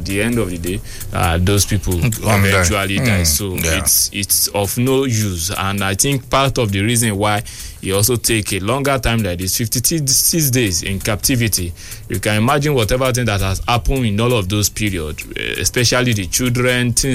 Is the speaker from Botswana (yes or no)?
yes; Botswana; I come from Botswana.